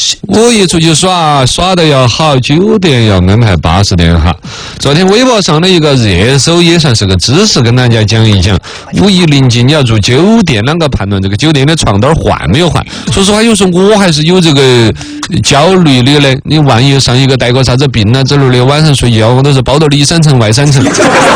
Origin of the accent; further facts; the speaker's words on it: China; 我们中国人造的机器人全是的是哈哧哧的在跑啊